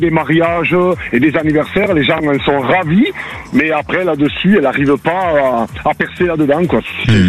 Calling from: Landes, Nouvelle-Aquitaine, France; Je vous appelle des Landes.

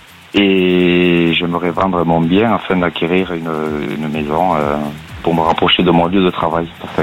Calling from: Nouvelle-Aquitaine, France; Des Pyrénées-Atlantiques

